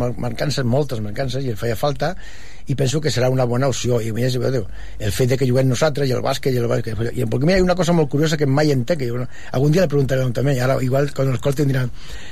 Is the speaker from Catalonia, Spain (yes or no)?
yes; Terrassa, Catalonia, Spain; Aunque soc fill de Terrassa, però ja estic més